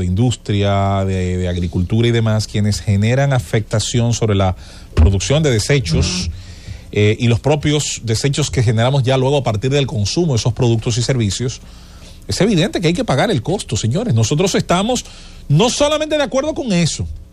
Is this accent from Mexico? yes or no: no; Azua de Compostela, Azua, Dominican Republic; en mi casa donde yo me crié en Asua